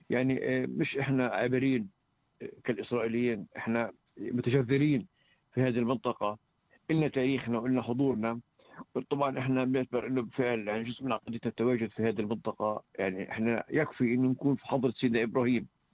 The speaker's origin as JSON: {"language": "Arabic", "town": "Hebron", "region": "Hebron Governorate", "country": "Palestine", "said": "بالنسبه لنا كفلسطينيين وكخلايلة"}